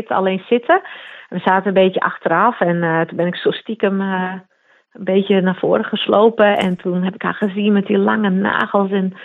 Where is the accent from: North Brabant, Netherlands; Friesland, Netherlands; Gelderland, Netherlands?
Friesland, Netherlands; first language Frisian; Dutch is a second language; Maar toen ik begon, was het eigenlijk volledig in het Fries. Het is mijn moedertaal. Ik hou ervan. Ik treed ook eigenlijk alleen maar in de provincie op.